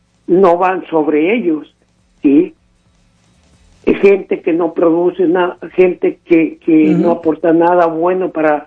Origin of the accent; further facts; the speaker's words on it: Sierra Mojada, Coahuila, Mexico; now in United States; Un part-time o dos … de la Sierra Mojada.